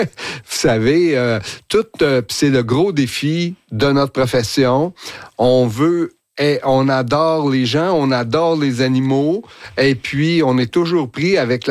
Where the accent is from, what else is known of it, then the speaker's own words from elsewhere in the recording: Sainte-Adèle, Quebec, Canada; moi, je suis de Sainte-Adèle